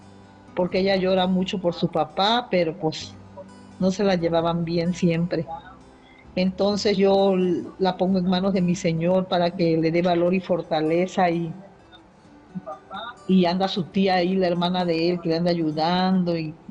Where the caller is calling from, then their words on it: Aguascalientes, Mexico; de aquí de Aguascalientes.